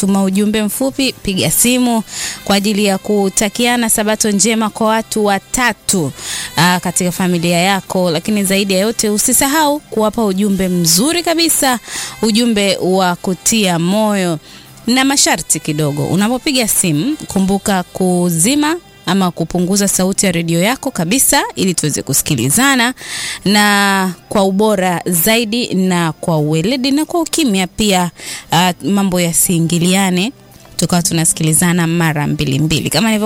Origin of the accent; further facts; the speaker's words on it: Kigoma, Tanzania; now in Dar es Salaam, Tanzania; Wale wa Kigoma kule kwetu